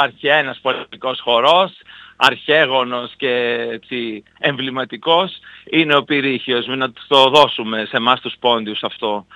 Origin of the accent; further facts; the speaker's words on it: Kavala, Eastern Macedonia and Thrace, Greece; now in Athens, Greece; Επειδή εγώ είμαι καβαλιώτης και στην Καβάλα δεν το έχουμε τόσο βαρύ